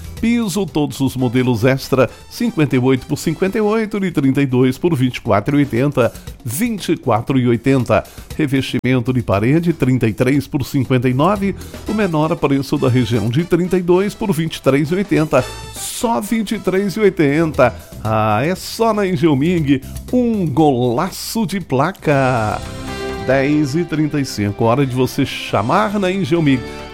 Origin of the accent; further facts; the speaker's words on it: Manhumirim, Minas Gerais, Brazil; moved away as an adult; also born or lived in Espírito Santo; now in Governador Valadares, Brazil; passei um período em Manhumirim. Não é minha terra natal, mas eu fui para lá com 1 ano e meio de idade. Eu nasci no Espírito Santo, fui registrado em Minas. Minha família foi para Manhumirim, fiquei muitos anos lá, então considero como a minha terra natal. Não nasci lá, mas passei minha infância, minha juventude, vida adulta.